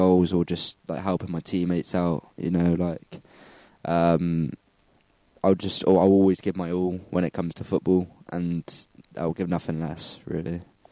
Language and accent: English; Bristol, South West England, United Kingdom; I'm from Bristol originally. Most of my family are from Bristol.